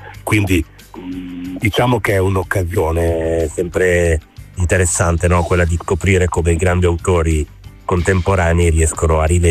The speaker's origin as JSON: {"language": "Italian", "town": "Varese", "region": "Lombardy", "country": "Italy", "said": "siamo di Varese."}